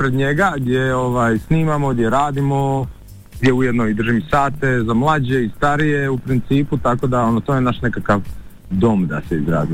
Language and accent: Croatian; Split-Dalmatia County, Croatia